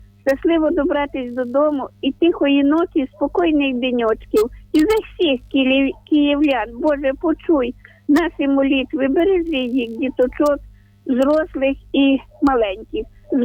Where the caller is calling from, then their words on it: Vinnytsia Oblast, Ukraine; Я з Вінниччини